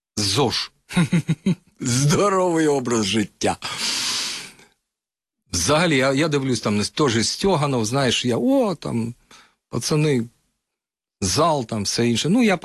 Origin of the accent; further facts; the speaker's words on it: Kyiv, Ukraine; moved away as an adult; now in Brovary, Ukraine; Свого часу, як киянин, мені дуже було важко там прижитися.